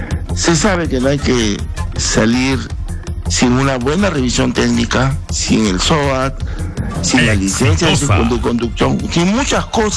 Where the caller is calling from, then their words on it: Lima, Peru; de San Borja.